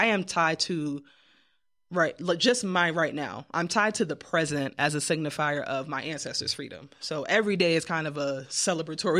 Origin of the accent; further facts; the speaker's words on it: New York, United States; now in Towson, United States; I don't think I'll ever be a Towsonia because I'm a New Yorker. That's where I'm from.